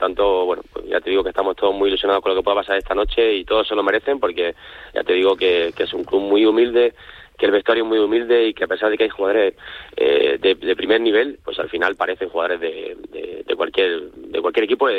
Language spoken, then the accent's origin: Spanish; Almería, Andalusia, Spain; Y desde aquí, que es verdad que yo soy almeriense y estoy en la ciudad